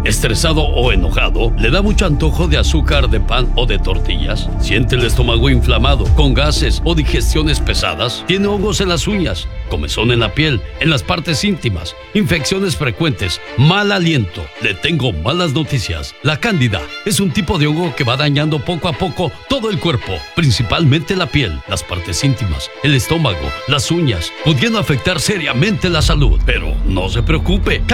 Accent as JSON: {"language": "Spanish", "country": "Mexico", "moved": "yes", "lives_now": "United States", "said": "de nuestro lindo México"}